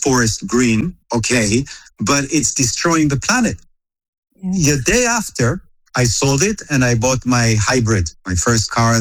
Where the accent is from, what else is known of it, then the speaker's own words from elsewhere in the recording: Israel; It was a convertible, you know, like I come from Israel. It was a dream, a Ford Mustang.